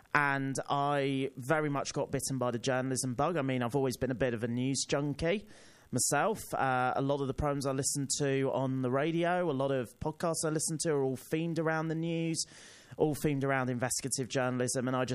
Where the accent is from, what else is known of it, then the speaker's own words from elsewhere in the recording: United Kingdom; moved away as an adult; now in Sydney, Australia; So I have, as you can tell by my accent, I'm not from Australia, I'm from the UK. I came here in 2022 to do a Master of Media Practice at the University of Sydney.